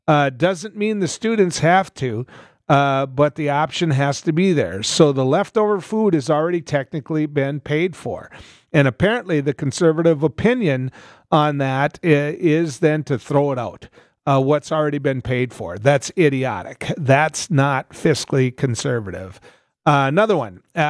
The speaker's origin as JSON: {"language": "English", "region": "North Dakota", "country": "United States", "said": "In my home state, the state of North Dakota"}